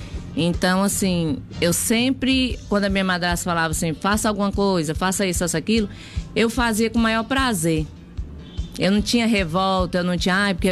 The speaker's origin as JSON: {"language": "Portuguese", "town": "Goiânia", "region": "Goiás", "country": "Brazil", "said": "Não, nós somos de Goiânia."}